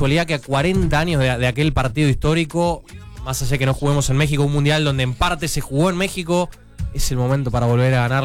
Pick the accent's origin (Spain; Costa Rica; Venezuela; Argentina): Argentina; Yo creo, más allá de que nosotros como argentinos nunca vamos a decir le tenemos miedo a tal selección